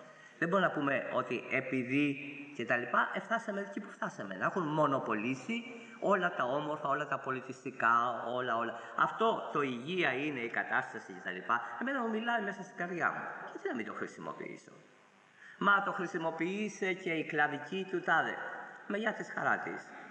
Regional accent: Greece; Είμαστε Έλληνες

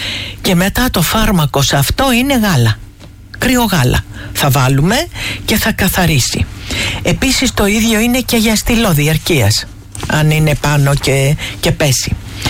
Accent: Kymi, Central Greece, Greece; Αχ, πατριώτησά μου είναι. Από πού είναι, από την Νότια, είμαι από την Κύμη.

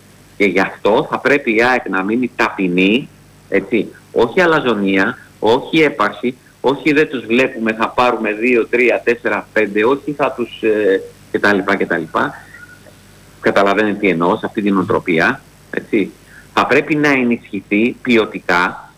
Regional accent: Vathia, Peloponnese, Greece; στο χωριό μου στη Βάθια.

